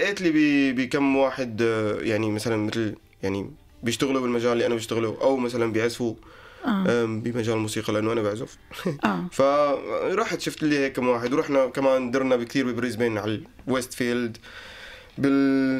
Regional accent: Lebanon; now in Germany; فنحن إنه مثل هربنا طلعنا من لبنان وأهلي ضلوا بلبنان

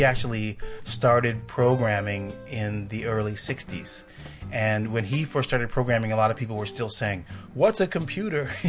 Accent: California, United States; also born or lived in Chicago / Baltimore / Philadelphia; after that, we moved to Baltimore and Philadelphia and then to Northern California. And most of my growing up years were actually in Northern California.

